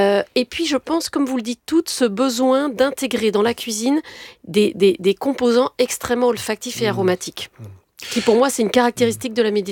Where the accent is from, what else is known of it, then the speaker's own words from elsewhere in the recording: Tunisia; born there; Mais je suis née en Tunisie.